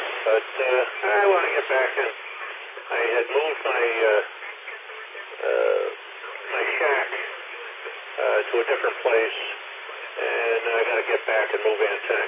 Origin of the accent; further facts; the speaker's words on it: Buffalo, New York, United States; moved away as an adult; now in Palm Bay, United States; Originally from the Buffalo, New York area, but the last 10 years we've lived in on the east coast of Florida, about 40 miles south of Cape Canaveral, a city called Palm Bay.